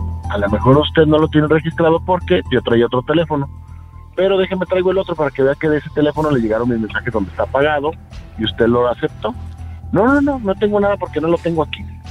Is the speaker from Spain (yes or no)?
no; Torreón, Coahuila, Mexico; moved away